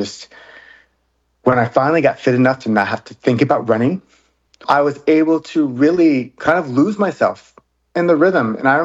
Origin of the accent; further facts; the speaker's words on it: the South, United States; And again, I'm from the South.